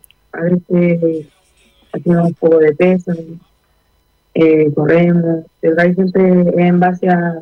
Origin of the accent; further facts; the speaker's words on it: Chillán, Ñuble, Chile; yo soy aquí de Chillán, vivo aquí por Parque Lantaño.